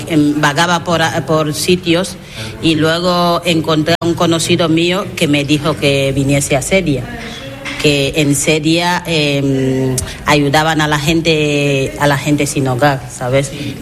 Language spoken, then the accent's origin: Spanish; Equatorial Guinea; toda Guinea, ¿sabes? En mi país somos católicos y nosotros creemos en Dios.